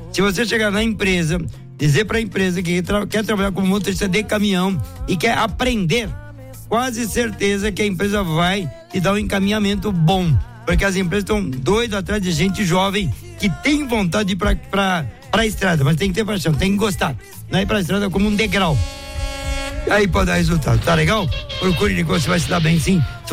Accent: Portão, Rio Grande do Sul, Brazil; Eu sou de Portão, Rio Grande do Sul, cidade de Portão.

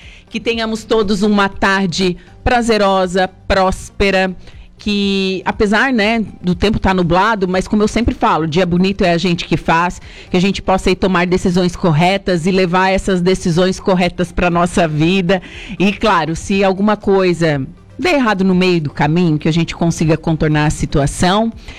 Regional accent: Rio Grande do Sul, Brazil; Eu sou gaúcha, né?

